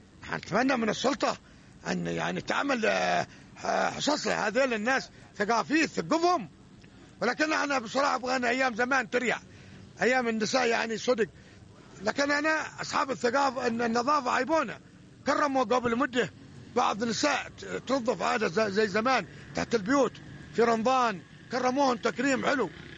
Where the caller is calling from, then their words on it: Seiyun, Hadramaut, Yemen; نحن أبناء حضرموت وخاصة أبناء العاصمة سون